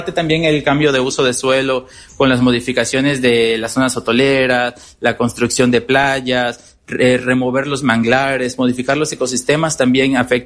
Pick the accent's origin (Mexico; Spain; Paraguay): Mexico; Campeche; De donde yo soy, que es igual donde estamos, en la Laguna de Términos, era un área por excelencia